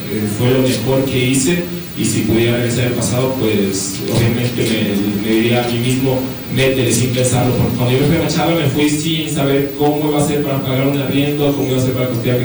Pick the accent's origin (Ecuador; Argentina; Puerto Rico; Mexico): Ecuador; también soy el primer ecuatoriano que va a un contender y gana así de rápido, 45 segundos, desde Ecuador.